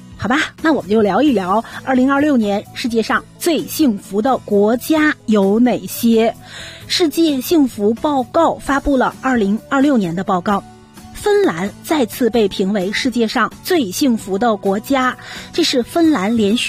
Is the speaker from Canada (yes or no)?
yes; Canada; 当然对咱们加拿大人来讲的话比较容易，我们的护照还是蛮好用的